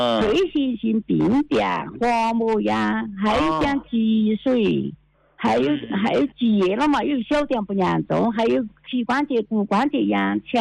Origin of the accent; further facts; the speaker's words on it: Kunming, Yunnan, China; 我是昆明的一个81岁的老太太